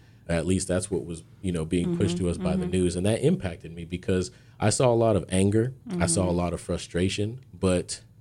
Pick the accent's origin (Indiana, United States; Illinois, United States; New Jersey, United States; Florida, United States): Florida, United States; I'm originally from Central Florida as well, so this is home. It didn't feel foreign.